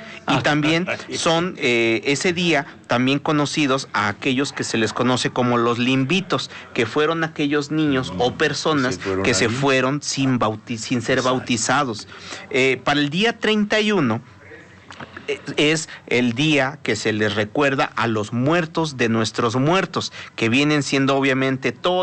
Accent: Mexico; nosotros como mexicanos, al tener pues de vecino... tan cerquita a una potencia mundial

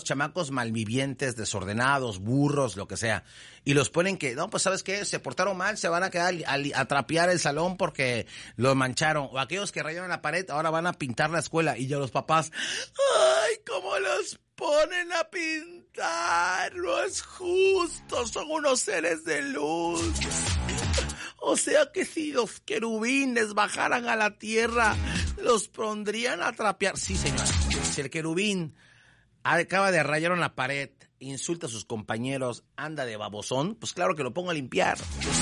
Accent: Mexico; Cuando tú vas a Europa y soy mexicano

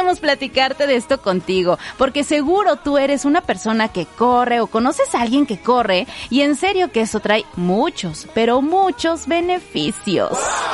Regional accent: Mexico

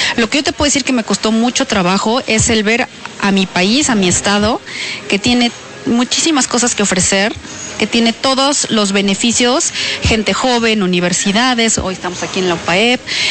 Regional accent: Puebla, Mexico; born there; also born or lived in Germany; Pues, a ver, muy brevemente … tengo 41 años, nací en la ciudad de Puebla, soy naturalizada alemana, porque pasé mucho tiempo en Alemania

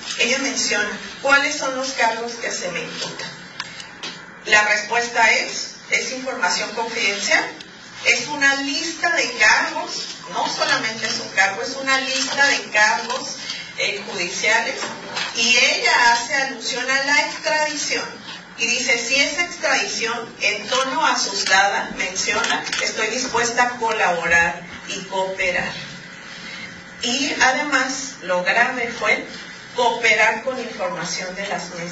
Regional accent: Baja California, Mexico; somos ciudadanos baja californianos antes que políticos.

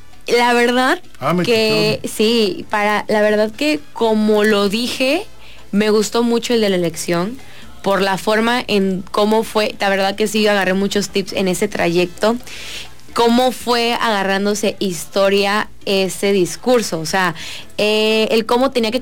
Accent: Huimanguillo, Tabasco, Mexico; latina, mexicana y tabasqueña, porque cada una de esas palabras, o sea, latina, mexicana y tabasqueña, son quien soy

